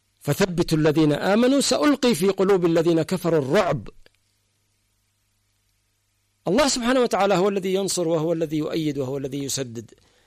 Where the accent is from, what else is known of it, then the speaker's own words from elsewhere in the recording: Yemen; إحنا شربنا كراهية السعودية، رضعناها رضاعة من حليب أمهاتنا، كل اليمنيين تقريبا.